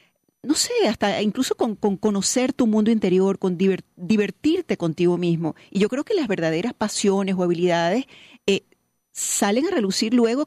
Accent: Caracas, Capital District, Venezuela; No, yo no viví en el IBIC, pero mis vacaciones... siempre vivimos en el Rosal.

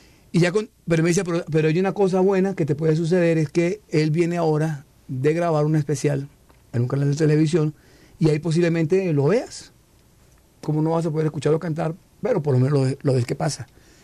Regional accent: Bogotá, Bogotá Capital District, Colombia; born there; also born or lived in Caracas, Venezuela; Yo nací en Bogotá, nací en Colombia, pero vivíamos en Caracas, aquí en Venezuela, y fuimos de retorno a Colombia.

